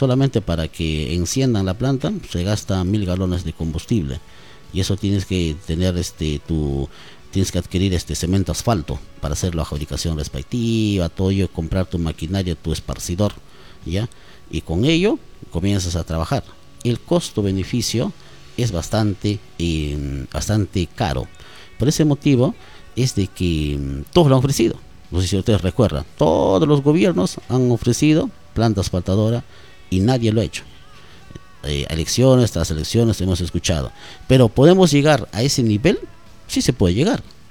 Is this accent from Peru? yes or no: yes; Mazamari, Junín, Peru; también soy ciudadano masamarino